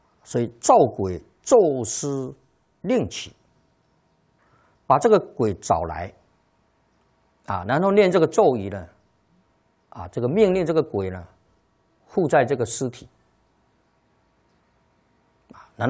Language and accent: Chinese; China; 我们一般讲啊农历啊，我们中国人讲农历啊